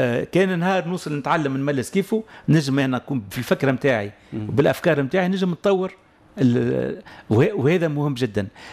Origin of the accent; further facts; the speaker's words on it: Tunisia; موجود عندنا في تونس